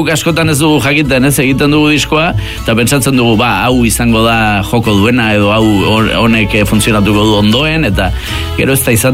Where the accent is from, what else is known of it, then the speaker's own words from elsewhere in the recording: Errenteria, Basque Country, Spain; born there; ni Santa Clara kalean sortu nintzen Errenterian, horretan, eta Arkaitz Goiko kalean. Beraz, gure, bere sortetxetik nire sortetxera, ez dira egun metro egongo